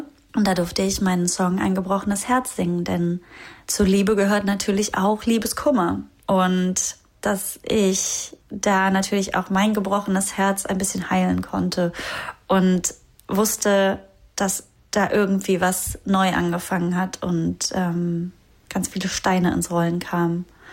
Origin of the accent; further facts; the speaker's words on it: Halberstadt, Saxony-Anhalt, Germany; Demnächst werde ich in Halberstadt, in meiner Heimatstadt, ein großes Open Air spielen am 11. Juli.